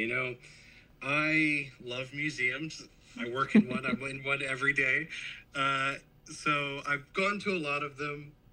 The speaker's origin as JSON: {"language": "English", "town": "Baltimore", "region": "Maryland", "country": "United States", "tie": "born or raised there", "said": "I grew up in Baltimore, Maryland, inner city Baltimore, Maryland in the early 2000s, which was quite the place to be in the early 2000s."}